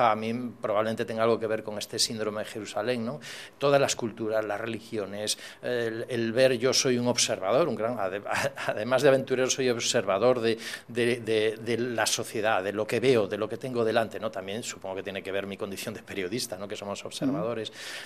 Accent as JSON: {"language": "Spanish", "region": "Galicia", "country": "Spain", "lives_now": "Mallorca, Spain", "said": "yo soy del norte de Galicia, de tierra de marinos, y por tanto pues aquí en Mallorca estoy encantado, que estoy como en mi tierra, ¿no?"}